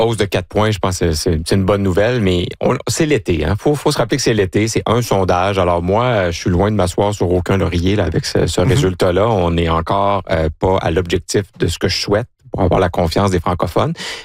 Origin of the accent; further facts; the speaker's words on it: Lévis, Quebec, Canada; first language French; je suis un fier francophone. Je viens d'une famille de Lévis. Je le dis souvent, dont mes parents ne parlent pas d'autre langue que le français